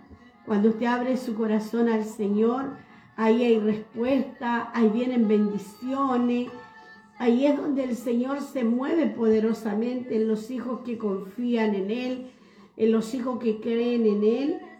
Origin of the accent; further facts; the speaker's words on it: Chile; somos chilenos de corazón.